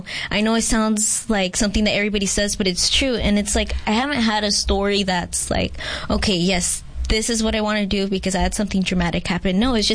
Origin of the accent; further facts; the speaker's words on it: Somerton, Arizona, United States; also born or lived in Georgia; So I am from Somerton, born in Georgia.